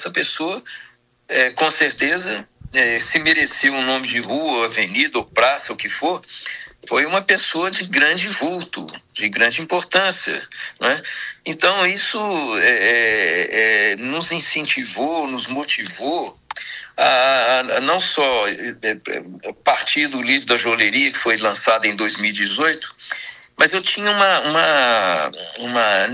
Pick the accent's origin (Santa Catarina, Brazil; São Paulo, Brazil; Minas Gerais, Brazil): Minas Gerais, Brazil; Diamantina; Eu amo minha terra, amo Diamantina, amo a nossa região, daqui do Vale, Minas Gerais. Eu sou extremamente sensível ao lugar onde nascemos e fomos criados, não é?